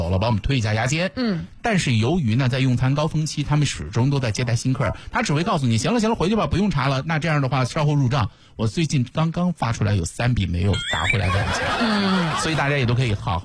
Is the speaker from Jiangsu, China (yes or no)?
yes; Xuzhou, Jiangsu, China; 特别是对于我们徐州人来说，大家都知道爱吃，对不对？